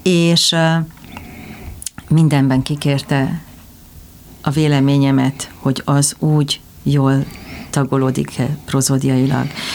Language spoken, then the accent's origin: Hungarian; Hungary